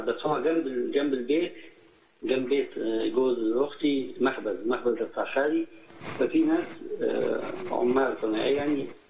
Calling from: Luxor, Luxor Governorate, Egypt; من الأقصر

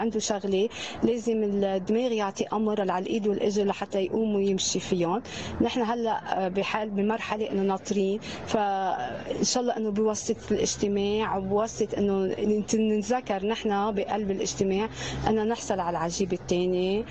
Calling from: Beqaa, Lebanon; أنا مواطنة من البقاع، من لبنان،

